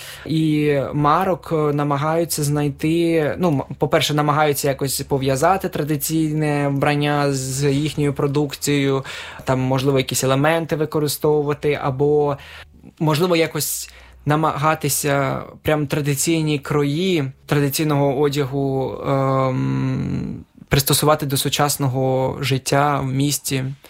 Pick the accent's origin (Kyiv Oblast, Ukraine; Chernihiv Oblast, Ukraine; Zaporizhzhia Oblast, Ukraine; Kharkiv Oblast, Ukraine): Chernihiv Oblast, Ukraine; Chernihiv; German is a second language; Also zum Beispiel diese traditionelle Wischiwanka habe ich aus meiner Heimatstadt Tschernihiw mitgenommen, als diese Stadt im März 2022 belagert war.